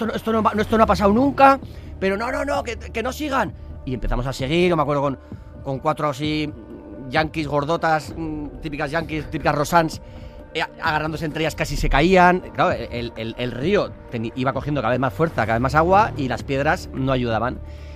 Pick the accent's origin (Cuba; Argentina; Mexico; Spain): Spain; San Sebastián, Basque Country; O sea, yo soy de Donosti, soy de hombre de mar, o sea, yo he nadado toda mi vida.